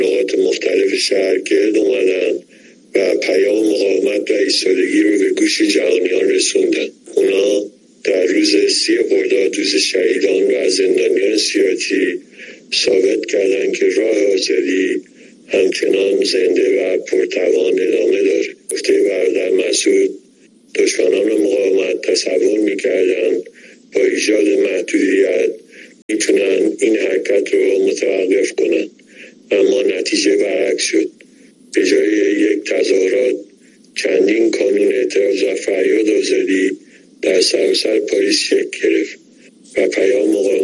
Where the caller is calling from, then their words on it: Semnan, Iran